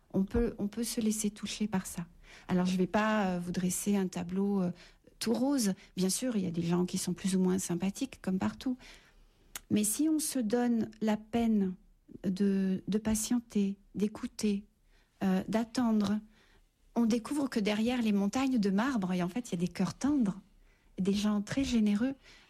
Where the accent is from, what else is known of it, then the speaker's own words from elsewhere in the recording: Paris, Île-de-France, France; Je suis parisienne d'origine et j'ai trouvé dans cette ville.